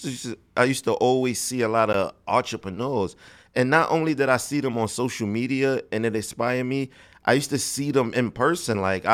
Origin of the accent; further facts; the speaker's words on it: Bronx, New York, United States; also born or lived in Rochester; Because I'm from the city, I'm from the Bronx, yeah, New York. Yeah. So, and like, I spent 20 years of my life in the Bronx and 20 years of my life in Rochester.